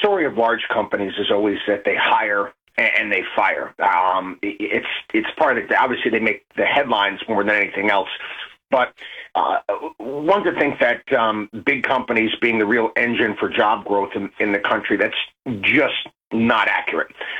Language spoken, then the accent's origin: English; Albany, New York, United States; moved away; I grew up in Albany, New York, which is a socialist capital, very much like Sacramento is.